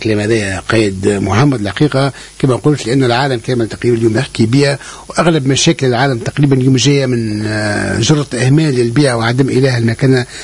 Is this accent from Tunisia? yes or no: yes; Tunisia; بلادنا تونس الجميلة